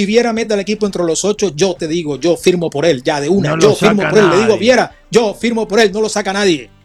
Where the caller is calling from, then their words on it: Barranquilla, Atlántico, Colombia; Una gozadera eso en Barranquilla, por eso somos únicos, papi, los gozaderos del carnaval de Quilla.